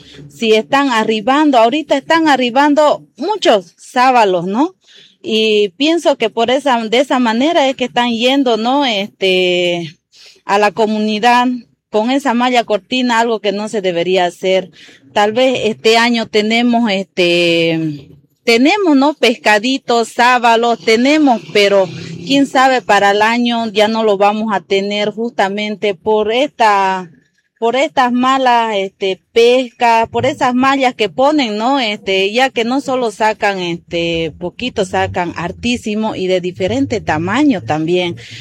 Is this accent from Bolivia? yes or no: yes; Puente Viejo, Bolivia; soy la segunda burubicha de la zona Cami, soy comunaria de Puente Viejo, ¿no?